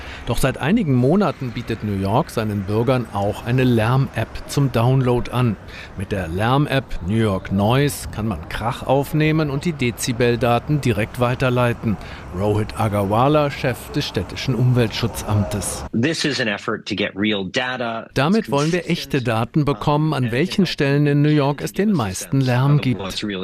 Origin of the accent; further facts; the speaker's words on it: Germany; Als Deutscher sehnt man sich nach dem niedlichen Tatütata unserer Polizeiwagen.